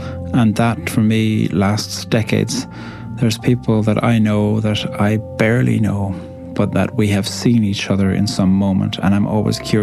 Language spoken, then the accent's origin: English; Ireland; I'm an Irish poet.